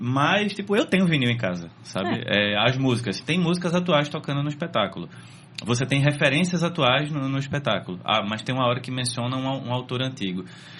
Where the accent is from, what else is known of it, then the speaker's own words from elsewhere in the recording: Pernambuco, Brazil; accent: pernambucano; A gente vai permanecer com sotaque pernambucano